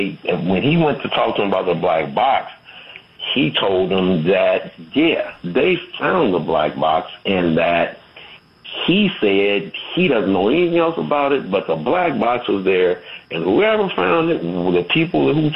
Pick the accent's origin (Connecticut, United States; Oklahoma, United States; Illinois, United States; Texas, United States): Illinois, United States; Chicago; Anyway, we're from Chicago, but I was going there frequently.